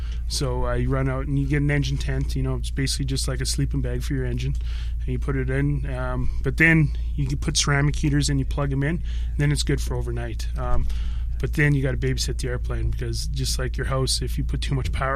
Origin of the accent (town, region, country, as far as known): Northwest Territories, Canada; born or raised there